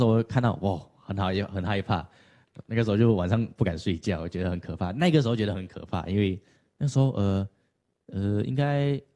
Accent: Malaysia; 我是马来西亚的

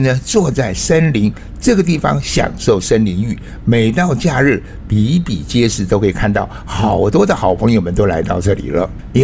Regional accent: Miaoli County, Taiwan; 我老家苗栗县南庄乡蓬莱村，我的家后面就是苗栗县第一高峰，海拔2220的嘉里山。

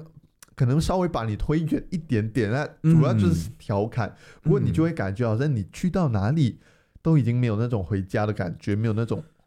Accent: Malaysia; accent: Malaysian; 你就是马来西亚人，然后尤其是我们现在在做这个节目、就是告诉大家我们是马来西亚人的时候，反而其实我们可以直接讲马来西亚腔也不要紧的，是不是？

